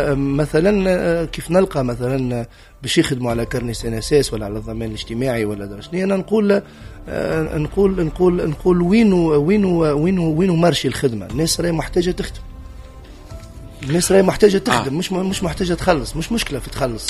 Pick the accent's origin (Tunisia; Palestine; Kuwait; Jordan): Tunisia; عندنا في تونس